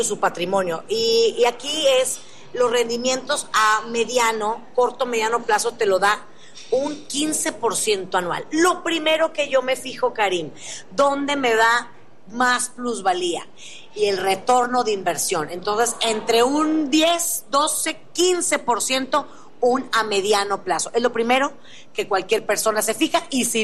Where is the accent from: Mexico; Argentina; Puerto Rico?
Mexico; Monterrey, Nuevo León; Tú sabes que yo soy regia y ese capital inteligente